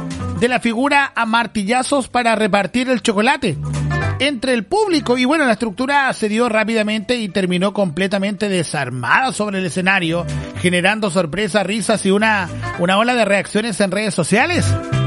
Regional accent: Chile; como buen chileno, ¿no?

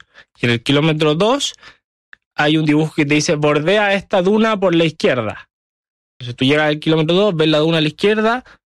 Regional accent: Chile

